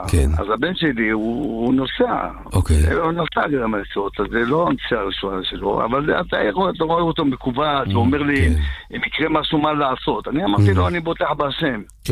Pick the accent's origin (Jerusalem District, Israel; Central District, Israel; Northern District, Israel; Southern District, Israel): Jerusalem District, Israel; Jerusalem; אני מירושלים.